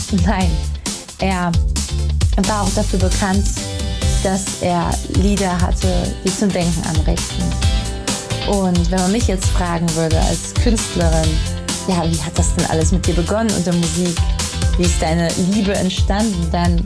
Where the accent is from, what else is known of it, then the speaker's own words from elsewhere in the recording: Braunschweig, Lower Saxony, Germany; Ich komme aus Braunschweig, genau. Oder ich wohne in der Nähe von Braunschweig.